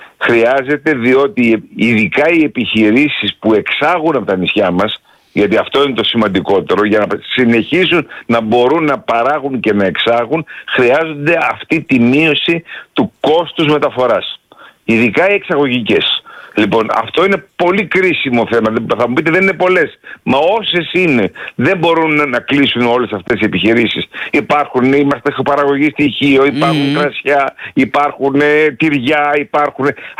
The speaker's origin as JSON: {"language": "Greek", "area": "Serifos", "region": "South Aegean", "country": "Greece", "moved": "yes", "lives_now": "Lesbos, Greece", "said": "είμαι νησιώτης κατά καταγωγή, από τη Σέριφο, εκεί ήμουν χτες, και νησιώτης από επιλογή στη Λέσβο, γιατί μένω 40 χρόνια ως καθηγητής του Πανεπιστημίου στο Αιγαίο."}